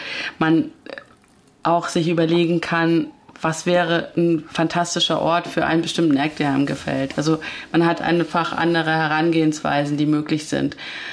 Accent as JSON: {"language": "German", "region": "Berlin", "country": "Germany", "said": "Ich wollte gerade als Berlinerin sagen"}